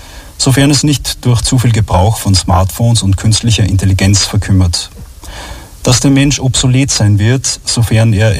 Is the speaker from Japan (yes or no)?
no; Austria; Doch oft dauert es bei uns in Österreich immer etwas länger, bis progressive Ideen fruchten.